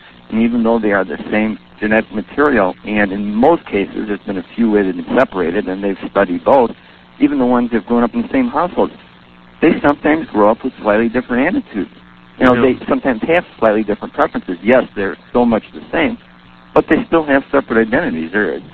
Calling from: Fargo, North Dakota, United States; from Fargo.

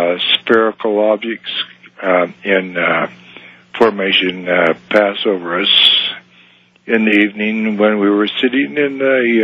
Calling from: Utah, United States; I'm calling from Southern Utah.

